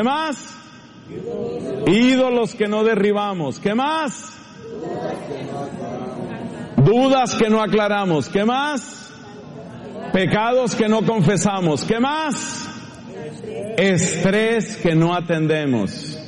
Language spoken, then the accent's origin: Spanish; Colombia; now in Ireland; Y yo, como colombiano, le tengo mucho cariño al plátano, y me estaba haciendo falta porque los irlandeses no comen plátano, no saben de eso.